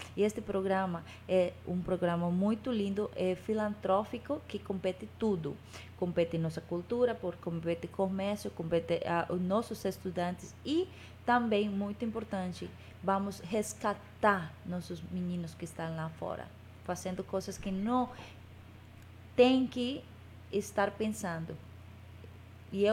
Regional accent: Amazonas, Brazil; Portuguese is a second language; now in New York, United States; o orgulho de quem nós somos, o amazonenses.

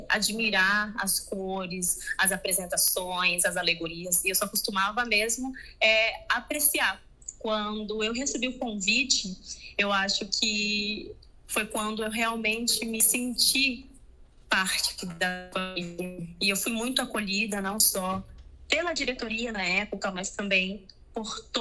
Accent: Tabatinga, Amazonas, Brazil; eu sou de Tabatinga

